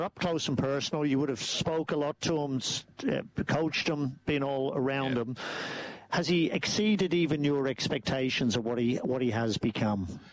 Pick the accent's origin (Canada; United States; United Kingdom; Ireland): Ireland; I loved watching as an Irishman the Jimmy Steins.